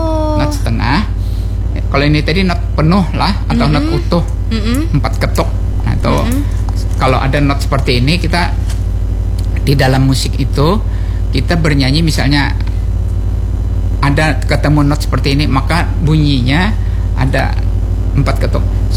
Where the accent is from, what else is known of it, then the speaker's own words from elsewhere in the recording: South Kalimantan, Indonesia; Tapi kalau di ujar kita orang Banjar disurungi atau diserahkan notasi balok, dia bingung.